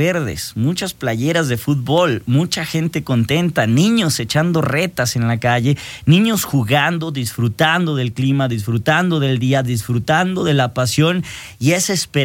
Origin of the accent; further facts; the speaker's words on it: Mexico; siempre a donde voy soy el más mexicano